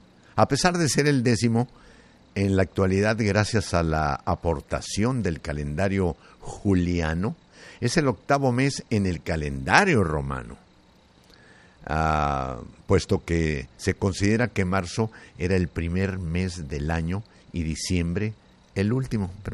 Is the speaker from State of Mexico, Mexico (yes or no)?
no; Tlaltenango, Zacatecas, Mexico; born or raised there; moved away